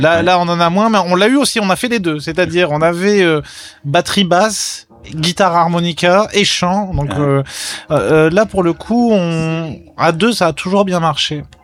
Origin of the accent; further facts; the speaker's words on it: France; Et puis aussi, nous, en tant que Français, ce qu'on appelle